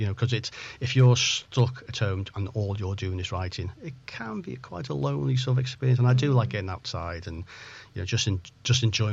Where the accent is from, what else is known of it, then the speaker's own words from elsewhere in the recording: Chester, North West England, United Kingdom; moved away; also born or lived in Liverpool / Barrow-in-Furness / Ulverston; I'm actually from Chester. I've lived in Liverpool for quite a few years, and the more the countryside places, and I used to live in Barrow and Furness in Cumbria and Ulverston up there